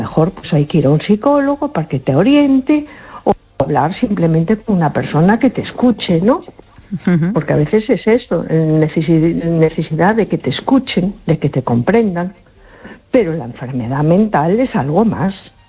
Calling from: A Coruña, Galicia, Spain; de Coruña.

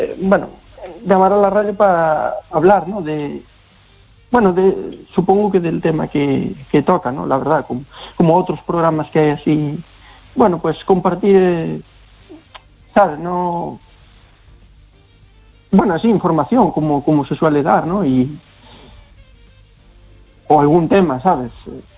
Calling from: Santiago de Compostela, Galicia, Spain; Desde Compostela, desde Santiago.

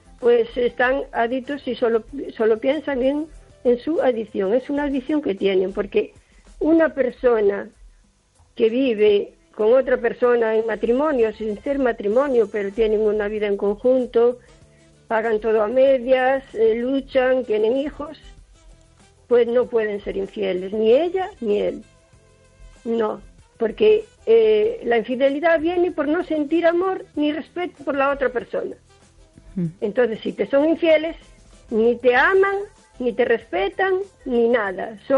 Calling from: O Carballiño, Galicia, Spain; de Carballiño.

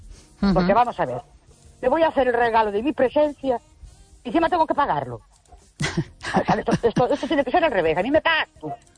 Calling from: Ourense, Galicia, Spain; Buenas noches. … de Orense.

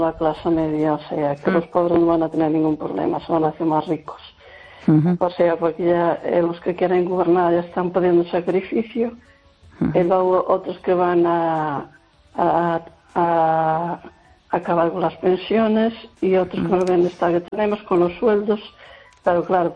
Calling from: Lugo, Galicia, Spain; Hola, buenas noches

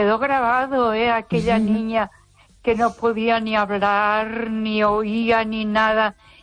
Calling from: Ponferrada, Castile and León, Spain; Soy otra vez la... soy … de Ponferrada.

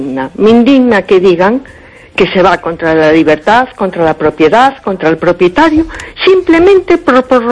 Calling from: A Coruña, Galicia, Spain; Hola, buenas noches. … de Coruña.

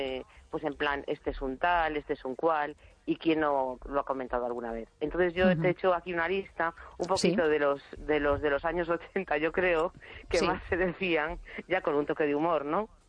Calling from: A Coruña, Galicia, Spain; Hola Esther, buenas noches … de La Coruña.

